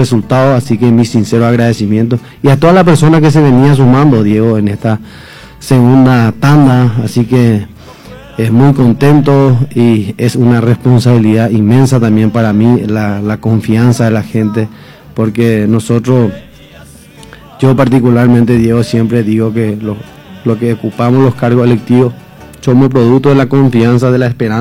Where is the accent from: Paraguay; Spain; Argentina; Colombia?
Paraguay; San Pedro; como vengo de la comunidad de Huayca, ella es nuestra santa patrona.